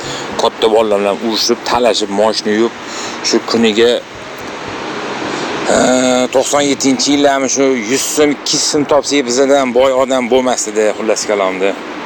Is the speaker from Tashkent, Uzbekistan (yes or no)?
yes; Tashkent, Uzbekistan; born there; Birinchi chiqqan maktabim Yunusobod tumani edi, o'sha 12-chi maktab.